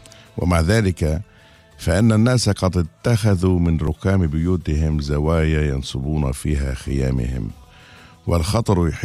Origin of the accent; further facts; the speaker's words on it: Gaza, Gaza Strip, Palestine; كنت قبل قليل في زيارة لجباليا رغم أني من غزة